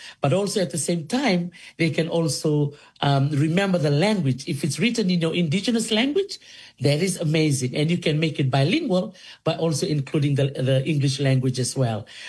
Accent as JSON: {"language": "English", "town": "Colo-i-Suva", "region": "Central Division", "country": "Fiji", "tie": "born or raised there", "also_born_or_lived": "Kadavu", "said": "young girl in Dholisuva village in the province of Netasiri. That's where I was raised. Even though I'm from originally from Kandavu"}